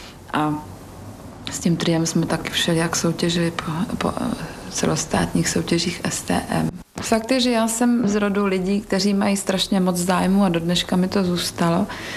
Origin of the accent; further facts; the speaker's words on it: Žirovnice, Vysočina Region, Czechia; Já jsem ze Žirovnice, což je na rozhraní vlastně jižních Čech a Českomoravské Vysočiny. Ale já se pokládám po rodičích za jihočecha.